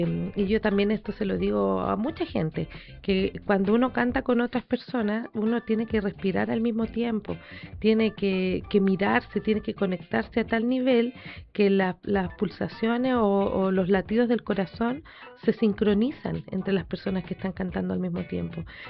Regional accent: Vicuña, Coquimbo, Chile; Bueno, tenemos de La Serena y de Coquimbo, ¿ya? Y yo que soy de Vicuñita.

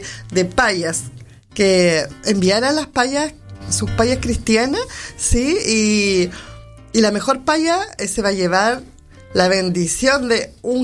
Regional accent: Chile; estamos viviendo en esta tierra y somos chilenos

